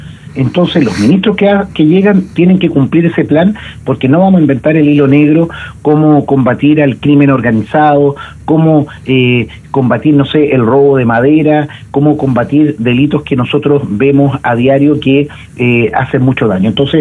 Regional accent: Valdivia, Los Ríos, Chile; somos de distintos colores políticos, pero somos de Valdivia

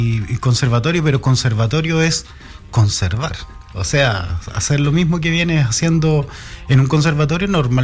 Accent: Los Ángeles, Biobío, Chile; born there; moved away; Yo soy de Los Ángeles, nací aquí, me fui muy joven, hice toda mi carrera musical y artística afuera. Tuve como 20 años y hace 10 años volví.

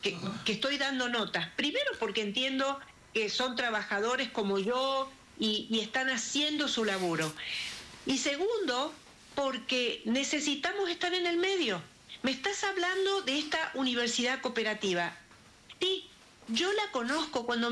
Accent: Santa Fe, Argentina; Y ustedes saben que yo soy de Santa Fe. Soy del litoral.

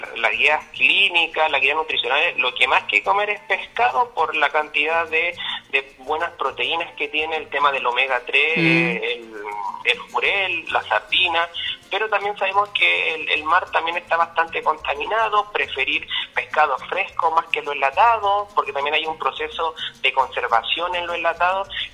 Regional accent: Vallenar, Atacama, Chile; now in Coquimbo, Chile; yo vivo, soy de Vallenar, vivo en Coquimbo, La Serena

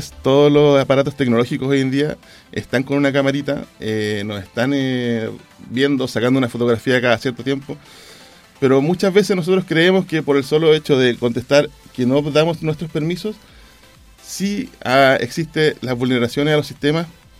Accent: Chile; todos nosotros como chilenos

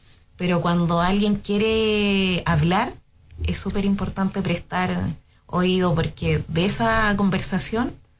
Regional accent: Araucanía, Chile; Esta región me atrajo después, pero soy oriunda de la Araucanía. Y allá mi abuelo criaba ovejas

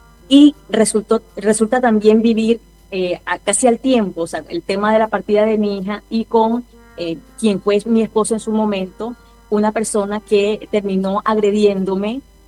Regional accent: Caribbean Region, Colombia; born there; now in Barranquilla, Colombia; yo no soy barranquillera, yo nací en la Sabana del Caribe, pero esta es mi segunda patria. Soy hija adoptiva de Barranquilla

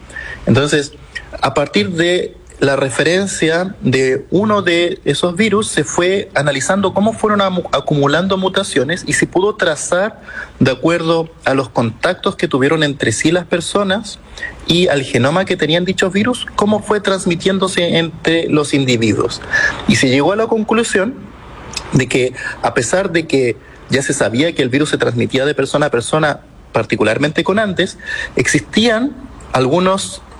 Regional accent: Chile; para nosotros como chilenos

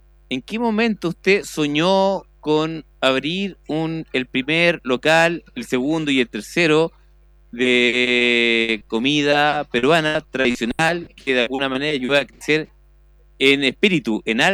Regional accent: O'Higgins, Chile; Yo soy de Santa Cruz, San Fernando, Rancagua. O sea, aquí está toda la región.

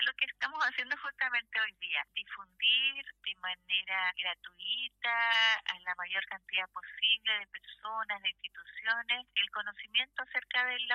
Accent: Viña del Mar, Valparaíso, Chile; yo soy de Viña del Mar, vivo acá, trabajo acá

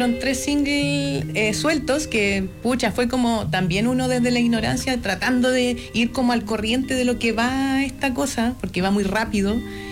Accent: Chile Chico, Aysén, Chile; yo soy de Chile Chico, soy de allá, de la estepa, roca, coirón, bosque más o menos.

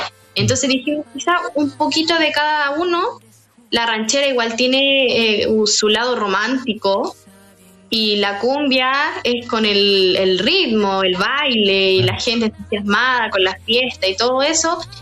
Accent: Chile; yo soy de aquí, de la comuna del Pisco, el litoral. Aquí vivo muy cerquita de la playa.

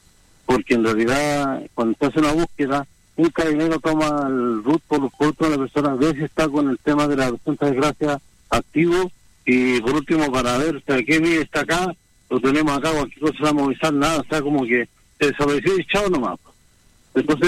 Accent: Calama, Antofagasta, Chile; yo soy de Calama

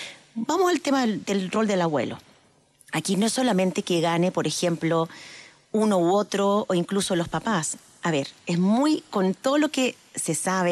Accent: Chile; nosotros en Chile

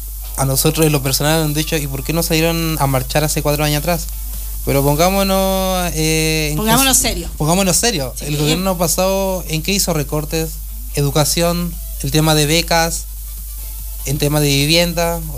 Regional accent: Puerto Aysén, Aysén, Chile; yo soy de Puerto Aysén

